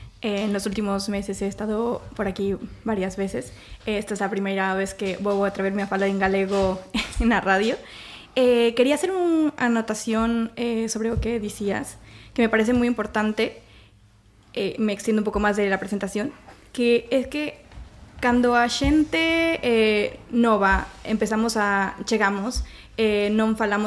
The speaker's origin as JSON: {"language": "Galician", "country": "Mexico", "second_language": "Galician", "lives_now": "Spain", "said": "Eu son mexicana."}